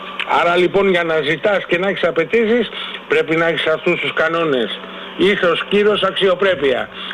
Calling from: Greece

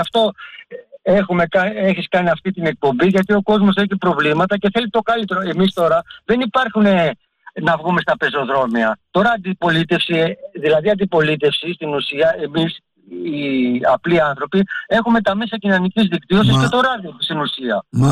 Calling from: Ilioupoli, Attica, Greece; από Ηλίουπολη.

